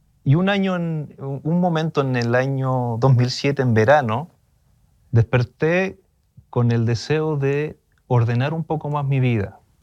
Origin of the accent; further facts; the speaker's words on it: San Bernardo, Santiago Metropolitan Region, Chile; also born or lived in La Cisterna; now in Maipú, Chile; Nací en La Cisterna, pero viví la mayor parte en San Bernardo.